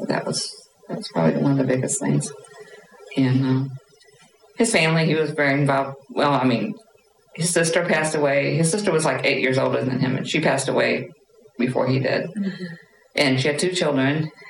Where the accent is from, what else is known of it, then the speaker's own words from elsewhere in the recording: Missouri, United States; born there; also born or lived in Memphis, Tennessee; No, I was born down in Missouri.